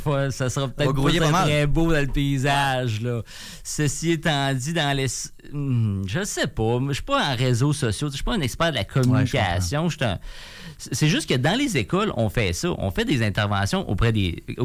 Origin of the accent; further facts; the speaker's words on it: Quebec, Canada; Moi, je viens de la Beauce.